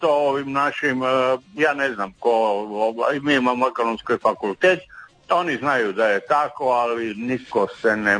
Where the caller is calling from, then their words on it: Pula, Istria County, Croatia; Kod nas u Puli je turizam 90% prihoda